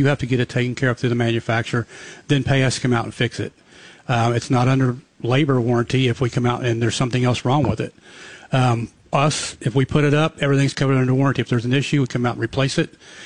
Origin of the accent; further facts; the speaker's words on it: Kentucky, United States; born there; I was born in Cincinnati, Ohio area. In Northern Kentucky, but it's big up there.